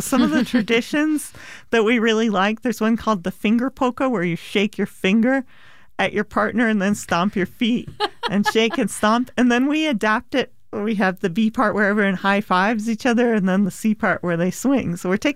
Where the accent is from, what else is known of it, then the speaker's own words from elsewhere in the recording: Ireland; I'm proud of that as an Irish person.